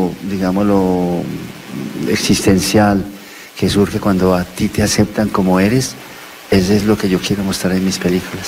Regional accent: Antioquia, Colombia; Yo soy un antioqueño, de esos antioqueños.

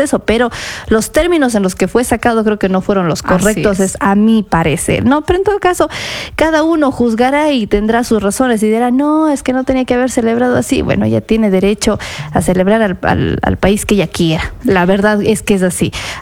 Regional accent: Ecuador; Como ecuatorianos nos sentíamos

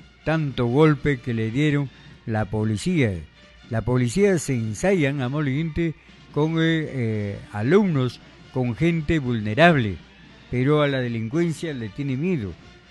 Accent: Reque, Lambayeque, Peru; now in Alto Mayo Valley, Peru; en Reque, donde mi pueblo natal, difícil decimos somos de Reque

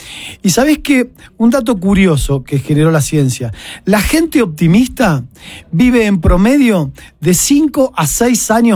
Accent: Argentina; now in Ecuador; Yo soy argentino y estoy acá en Ecuador

